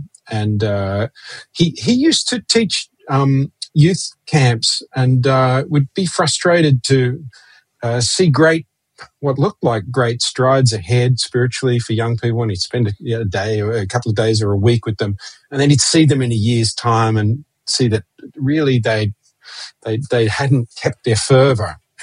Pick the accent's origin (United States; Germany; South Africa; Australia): Australia; Sydney, New South Wales; I liken teacher training in Sunday school in the system that we grew up in Sydney.